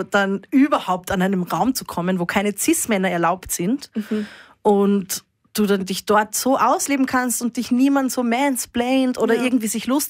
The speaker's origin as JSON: {"language": "German", "region": "Upper Austria", "country": "Austria", "said": "Weißt du, ich komme aus Oberösterreich und mein Umfeld waren alle, die Musik machen, eigentlich immer nur Typen."}